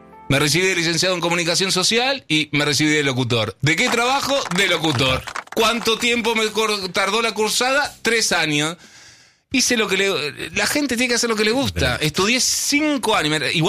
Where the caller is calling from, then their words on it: Santa Teresita, Buenos Aires Province, Argentina; Vivo en Santa Teresita